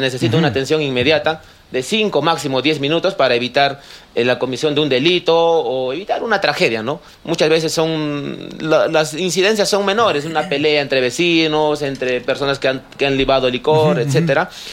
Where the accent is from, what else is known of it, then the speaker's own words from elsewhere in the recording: Paucarpata, Arequipa, Peru; tengo 32 años, soy vecino de Pucarpata desde toda mi vida, soy de la parte alta